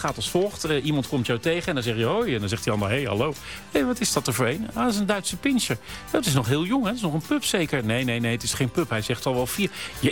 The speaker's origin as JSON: {"language": "Dutch", "town": "The Hague", "region": "South Holland", "country": "Netherlands", "said": "Ik kom dan natuurlijk uit Den Haag."}